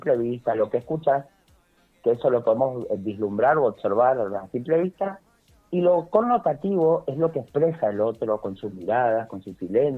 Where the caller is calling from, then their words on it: Las Heras, Argentina; Las Heras, les hablo.